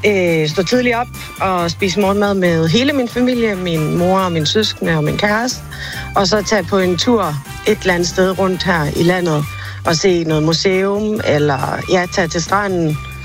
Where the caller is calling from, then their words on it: Vejle, Region of Southern Denmark, Denmark; Jeg er fra Vejle.